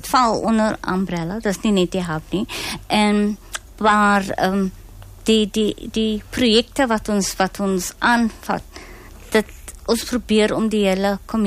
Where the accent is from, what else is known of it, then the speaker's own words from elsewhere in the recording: Cape Town, Western Cape, South Africa; Ek het opgegroei in die Boekap. School gegaan by Scotches Kloof in Vista. En getrou, kinders gehad, Boekap verlaat en weer terug Boekap toe.